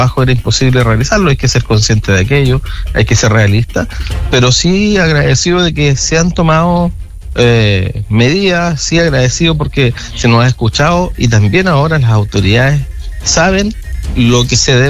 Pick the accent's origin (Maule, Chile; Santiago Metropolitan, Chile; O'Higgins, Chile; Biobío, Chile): Maule, Chile; Licantén; para nosotros como alicantinos y alicantineras